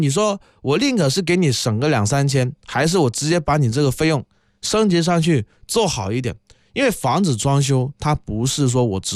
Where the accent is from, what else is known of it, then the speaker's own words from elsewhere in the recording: Guangdong, China; 我们广东人